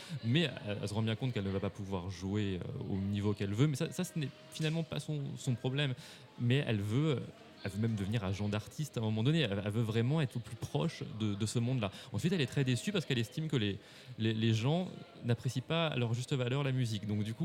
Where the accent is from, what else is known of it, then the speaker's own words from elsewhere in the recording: Paris, Île-de-France, France; born there; now in Limoges, France; Eh bien, je suis pianiste classique, né à Paris